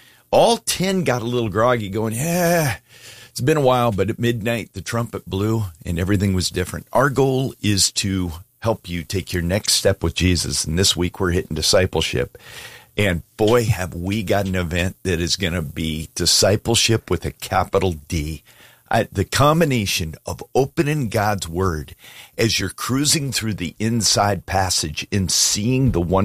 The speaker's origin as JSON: {"language": "English", "region": "Alaska", "country": "United States", "said": "I'm not overstating that because I'm from Alaska, but I've heard it."}